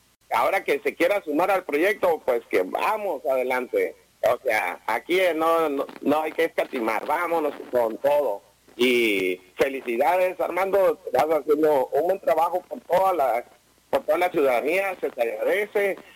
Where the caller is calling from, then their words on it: Tijuana, Baja California, Mexico; De Tijuana, de la Colonia García.